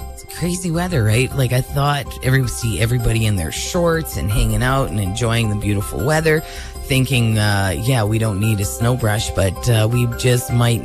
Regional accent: Meadow Lake, Saskatchewan, Canada; moved away; my hometown of Meadow Lake

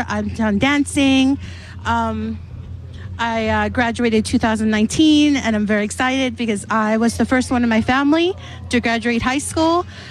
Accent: Pukatawagan, Manitoba, Canada; I'm from Pukkatawagan.

